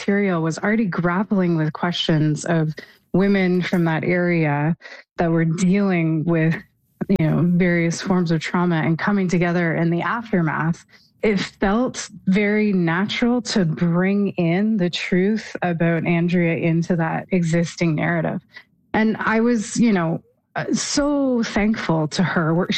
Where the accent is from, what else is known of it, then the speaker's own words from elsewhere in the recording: Ontario, Canada; So I should say I'm from Huron County, which is the region that Alice Munro grew up in.